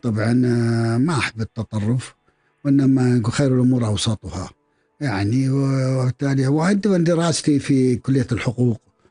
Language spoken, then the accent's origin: Arabic; Kuwait